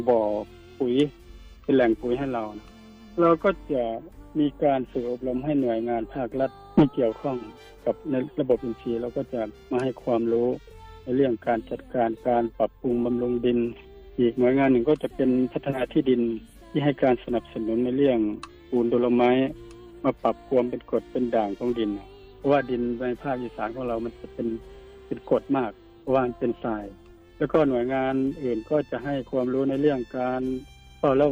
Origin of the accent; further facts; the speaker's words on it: Amnat Charoen, Thailand; เป็นคนที่อำนาจเจริญโดยตรงเลยเกิดที่อำนาจเจริญตั้งแต่จังหวัดอำนาจเจริญยังไม่เป็นจังหวัดยังเป็นอำเภออยู่